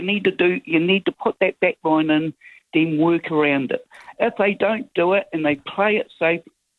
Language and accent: English; Christchurch, Canterbury, New Zealand; G'day. I'm from Christchurch here.